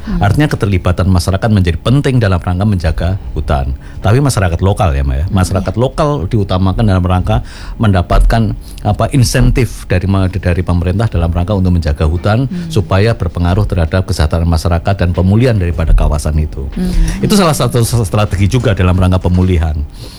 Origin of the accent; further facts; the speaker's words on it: Surakarta, Central Java, Indonesia; now in Bali, Indonesia; Saya orang Solo